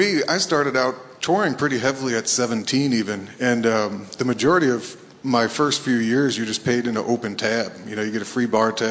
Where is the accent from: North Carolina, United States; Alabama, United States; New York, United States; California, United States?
New York, United States; West Saugerties; so I'm from West Saugerties, right outside of Woodstock, New York. And, you know, I'm an only child. So we lived out by behind this cornfield out there.